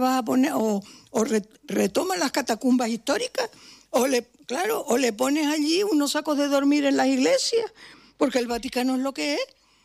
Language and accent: Spanish; Santa Cruz de Tenerife, Canary Islands, Spain; born there; el barrio de la Salud donde yo nací